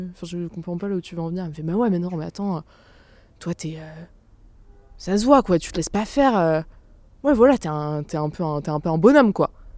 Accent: Brittany, France; J'ai grandi en Pays de Bigouden, donc Finistère Sud.

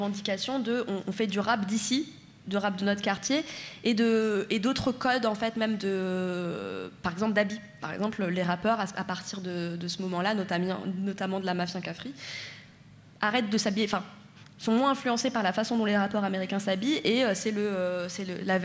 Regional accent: Marseille, Provence-Alpes-Côte d'Azur, France; Mais moi, c'est parce que j'adore cette musique, parce que j'ai grandi à Marseille. Et donc, nous, on a l'oreille sur toute la Méditerranée.

